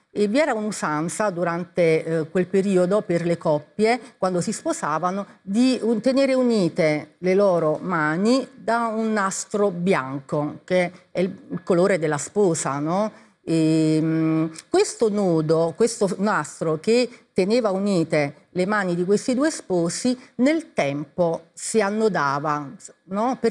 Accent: Gaeta, Lazio, Italy; delle signore di Gaeta, io sono di Gaeta, della mia parrocchia di allora

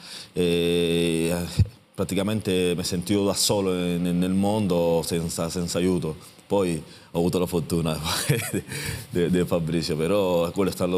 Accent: Cuba; Italian is a second language; now in Italy; Una volta che ho avuto l'opportunità di lasciare il mio paese natale e arrivare qui in Italia

